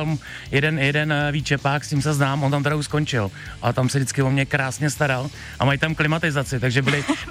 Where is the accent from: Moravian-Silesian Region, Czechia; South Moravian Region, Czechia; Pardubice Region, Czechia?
Pardubice Region, Czechia; Svitavy; já pocházím jakoby z Svitavy, což je Pardubický kraj, ale do toho Brna to máme kousek z nějakých 70 kiláků